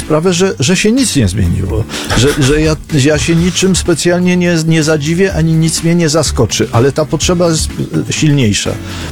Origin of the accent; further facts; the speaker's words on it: Kraków, Lesser Poland, Poland; also born or lived in Rząska; bo tu poznałem żonę, bo tu się urodziła moja córka, moja wnuczka i tak dalej, i tak dalej. Ja się wychowałem w czynszowej kamienicy w centrum miasta